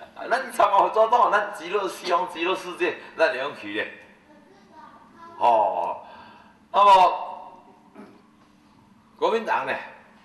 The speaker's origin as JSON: {"language": "Chinese", "country": "Taiwan", "tie": "born there", "said": "我们出生在我们在台湾"}